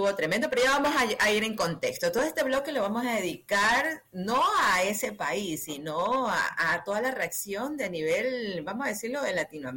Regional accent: Guayaquil, Guayas, Ecuador; Como buenas guayaquileñas, estamos en nuestro mes de celebración, ¿verdad?

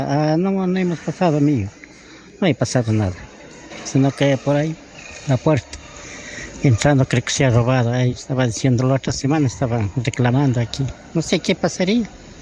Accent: Otavalo, Imbabura, Ecuador; Yo soy de Otavalo.

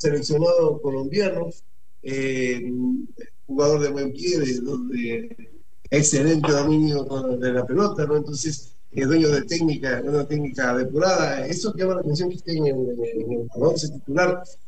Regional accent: Ecuador; Para nosotros, como ecuatorianos, que estamos acá

